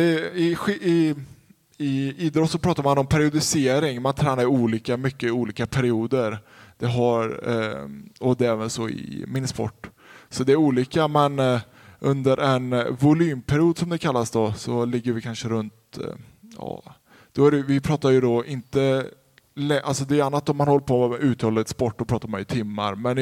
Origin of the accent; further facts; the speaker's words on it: Skövde, Västra Götaland County, Sweden; moved away; also born or lived in Åre; jag är uppvuxen i en skidåkande familj. Fast vi kommer från Skövde så började jag åka skidor runt 2-3 år gammal.